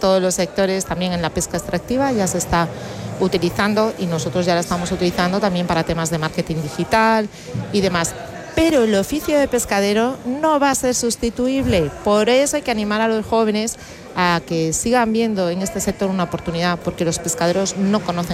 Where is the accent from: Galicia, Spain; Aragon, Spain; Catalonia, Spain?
Galicia, Spain; yo que soy gallega